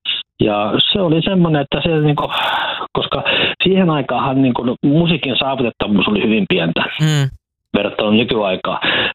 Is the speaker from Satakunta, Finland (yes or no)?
yes; Huittinen, Satakunta, Finland; mä Huittisista sitä kotoisin ja asuin nuoruuteni ja varhaisen aikuisuutenikin Huittisissa